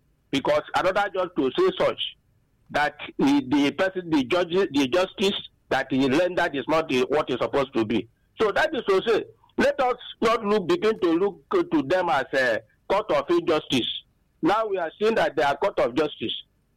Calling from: Enugu, Enugu State, Nigeria; I'm calling from Enugu.

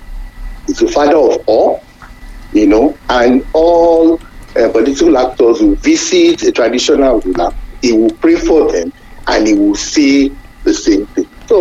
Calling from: Ibadan, Oyo, Nigeria; I'm calling from Ibadan.

